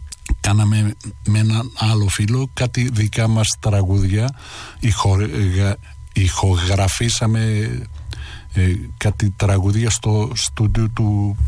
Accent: Thessaloniki, Central Macedonia, Greece; εγώ μεγάλωσα στην Επτάλοφο στην Θεσσαλονίκη, στους Αμπελόκηπους, που ήταν μια παρακατιανή συνοικία

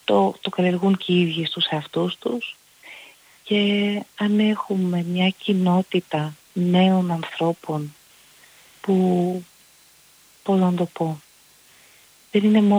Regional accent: Greece; για να είμαστε περήφανοι ως Έλληνες

